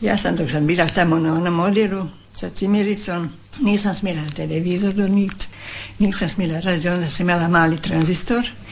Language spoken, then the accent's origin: Croatian; Sreser, Dubrovnik-Neretva County, Croatia; moved away as an adult; Rođena sam u Sreselu na Pelješcu, to je općina Janjina. I do 40. godine sam bila u kući